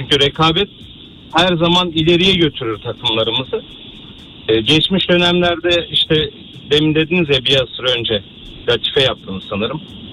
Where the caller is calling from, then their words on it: Istanbul, Turkey; İstanbul'dan arıyorum.